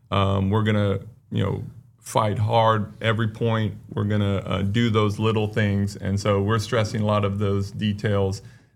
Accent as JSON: {"language": "English", "region": "California", "country": "United States", "tie": "born or raised there", "said": "Well, I grew up in California, and I played in high school."}